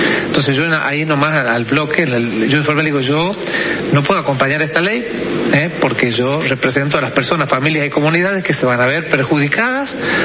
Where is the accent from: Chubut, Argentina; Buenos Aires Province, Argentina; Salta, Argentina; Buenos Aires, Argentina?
Salta, Argentina; porque nosotros somos un bloque de Innovación Federal, donde hay misioneros de San Luis, de Formosa y nosotros de Salta.